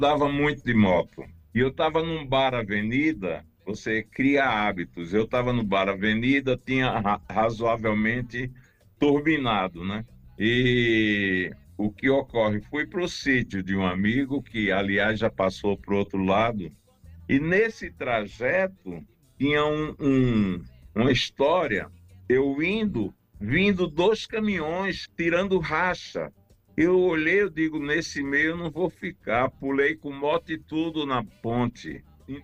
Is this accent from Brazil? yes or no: yes; Pernambuco, Brazil; conseguiu uma verba para fazer um documentário comigo, que sou de Pernambuco.